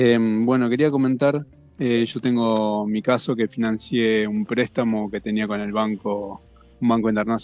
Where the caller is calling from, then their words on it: Ciudad Evita, Buenos Aires Province, Argentina; De Ciudad Evita